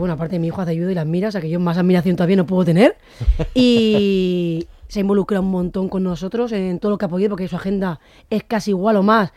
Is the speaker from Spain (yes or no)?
yes; Alicante, Valencian Community, Spain; yo soy alicantina